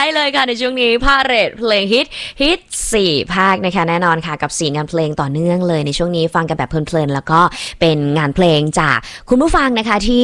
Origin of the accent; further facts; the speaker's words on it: Chiang Mai, Thailand; เชียงใหม่ค่ะ